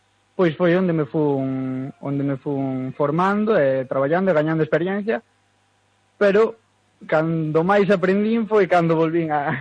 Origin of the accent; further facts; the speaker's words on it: Galicia, Spain; Privilegio poder, bueno, sair elegido como cociñero galego.